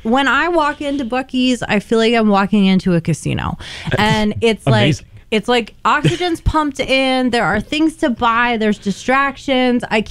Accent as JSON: {"language": "English", "region": "East Coast", "country": "United States", "moved": "as an adult", "lives_now": "Des Moines, United States", "said": "I'm from the East Coast."}